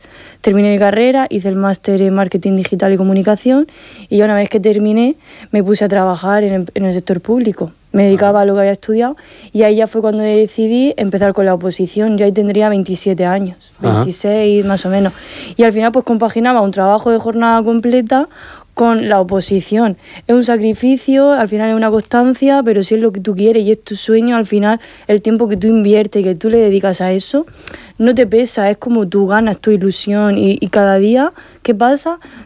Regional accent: Abanilla, Region of Murcia, Spain; Abanilla. Y yo desde que soy pequeña, pues yo he crecido viendo a la Guardia Civil, con mi padre, en mi pueblo, viendo las patrullas.

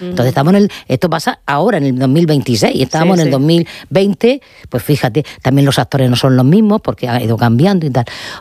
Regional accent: Region of Murcia, Spain

